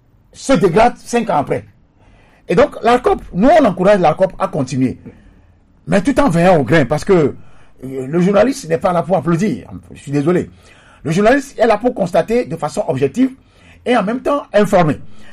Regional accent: Togo; parce qu'on aime cultiver plus la médiocrité chez nous au Togo que ce qui est l'excellence.

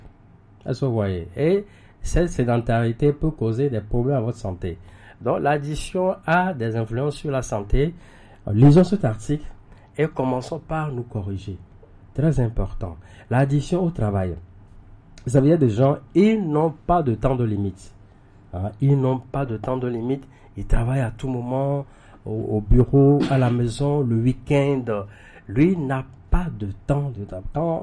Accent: Togo; chez nous au Togo

